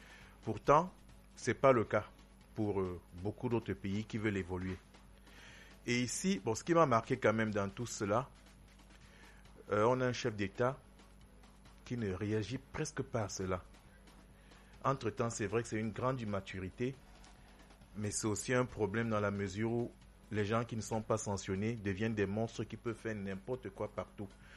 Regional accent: Cameroon; mais en tant que Camerounais quand même, la première des choses serait de vanter le drapeau de son pays

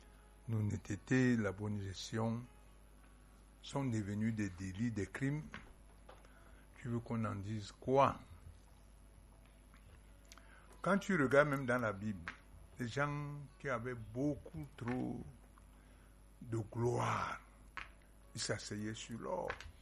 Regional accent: Cameroon; Nos frères, parce que nous sommes Camerounais

